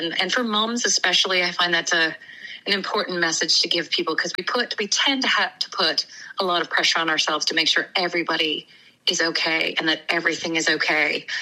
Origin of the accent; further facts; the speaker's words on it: Newfoundland and Labrador, Canada; moved away as an adult; now in Nova Scotia, Canada; I grew up pretty close to you on the other side of the street. I came from Newfoundland, and I've been in Nova Scotia now for a little over 20 years. And I, you know, grew up in a place where, you know, your community was everything.